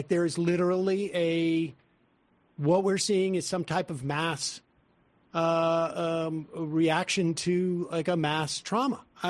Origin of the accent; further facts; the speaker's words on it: Worcester, Massachusetts, United States; I grew up in Worcester, Massachusetts. It was not not the most Jewish of places, but we were, in Hebrew school.